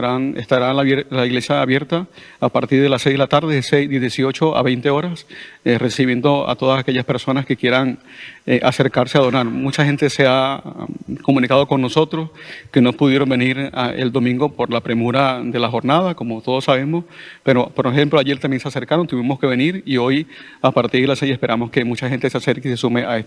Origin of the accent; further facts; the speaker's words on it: Venezuela; now in Balearic Islands, Spain; yo soy venezolano y me duele mi país